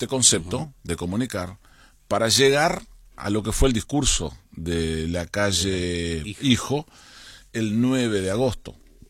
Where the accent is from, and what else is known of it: Uruguay